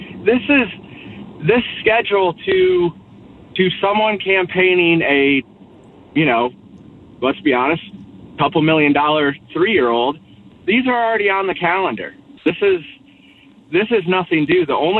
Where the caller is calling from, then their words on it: Maryland, United States; I'm from Maryland